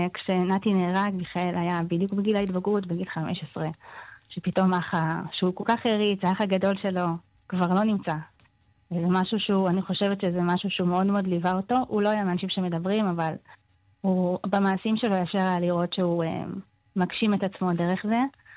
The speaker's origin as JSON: {"language": "Hebrew", "region": "Northern Israel", "country": "Israel", "said": "אני גם הייתי בצפון, כי אני צפונית"}